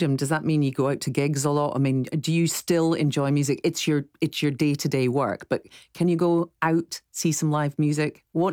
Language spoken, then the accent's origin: English; Scotland, United Kingdom; We're Scottish. We're never good